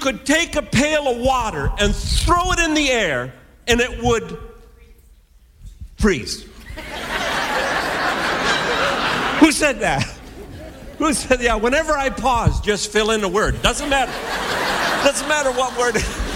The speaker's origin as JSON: {"language": "English", "town": "Virginia", "region": "Minnesota", "country": "United States", "tie": "born or raised there", "said": "I grew up on the Iron Range, Virginia, Minnesota, 30 below zero for 2 weeks in a row."}